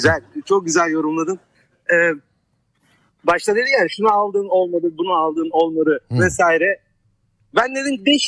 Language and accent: Turkish; Izmir, İzmir, Turkey